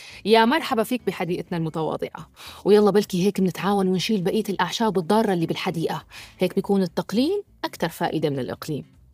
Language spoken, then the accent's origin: Arabic; Syria; بس كان في سبب أكثر أهمية لنا كسوريين.